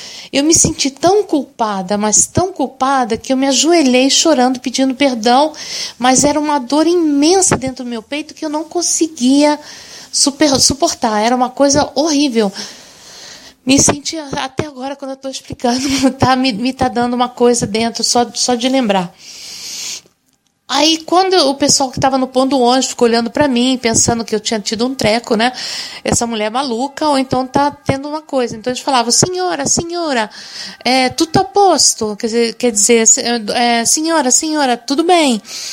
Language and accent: Portuguese; Brazil; now in Italy; Para nós que somos brasileiros, dia 26 de dezembro é um dia como outro qualquer. O dia 26 de dezembro é um dia depois do Natal. Mas aqui na Itália é feriado.